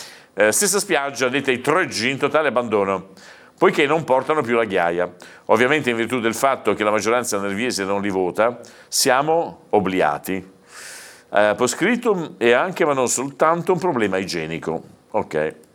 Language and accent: Italian; Genoa, Liguria, Italy; now in Sori, Italy; sono un genovese residente a Sori, questo è un 339